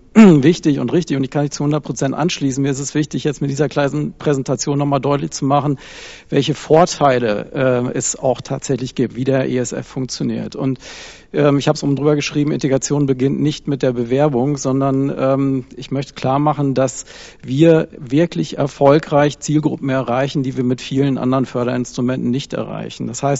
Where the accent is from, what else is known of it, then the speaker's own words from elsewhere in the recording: Flensburg, Schleswig-Holstein, Germany; und gerade ich komme aus Flensburg, nicht von großen Unternehmen.